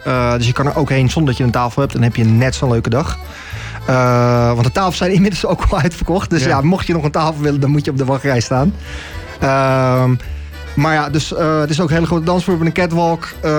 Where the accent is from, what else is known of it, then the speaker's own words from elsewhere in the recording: Haarlem, North Holland, Netherlands; Ik kom zelf uit Haarlem, geboren en getogen.